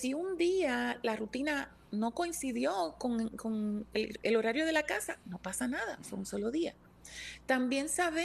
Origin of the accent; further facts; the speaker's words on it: Mexico; somos mexicanos